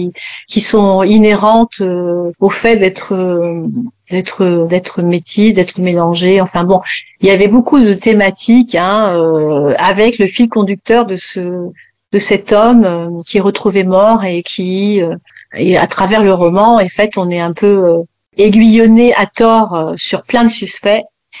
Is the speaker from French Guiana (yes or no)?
yes; French Guiana; j'avais aussi beaucoup de choses à dire sur ce qui se passe chez moi en Guyane.